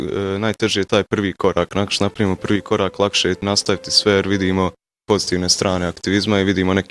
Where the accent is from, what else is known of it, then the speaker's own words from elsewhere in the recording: Tešanj, Federation of Bosnia and Herzegovina, Bosnia & Herzegovina; dolazim iz Tešnja, imam 15 godina i učenik sam gimnazije Musa Čazim Čatić.